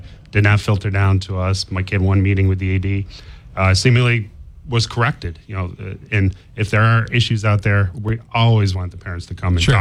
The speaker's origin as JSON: {"language": "English", "town": "Rome", "region": "New York", "country": "United States", "tie": "born or raised there", "said": "I grew up in Rome."}